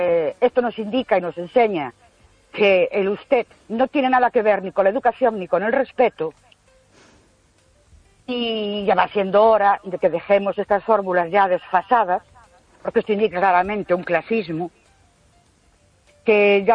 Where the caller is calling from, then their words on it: Ourense, Galicia, Spain; de Ourense.